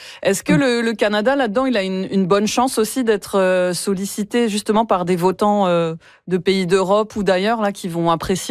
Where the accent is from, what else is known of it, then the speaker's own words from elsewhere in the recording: France; moi je viens de France